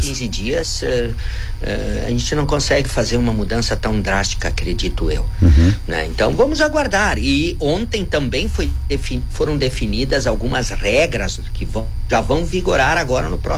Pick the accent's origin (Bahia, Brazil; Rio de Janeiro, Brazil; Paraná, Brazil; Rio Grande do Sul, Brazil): Rio Grande do Sul, Brazil; Como gremista e como gaúcho